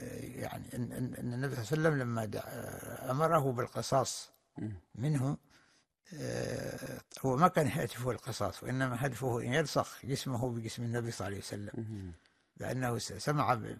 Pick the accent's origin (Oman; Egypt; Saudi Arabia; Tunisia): Oman; وكم هنا عندنا في عمان